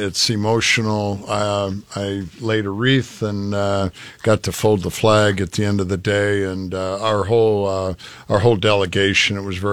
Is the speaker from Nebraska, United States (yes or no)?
yes; Platte Center, Nebraska, United States; my hometown, Platte Center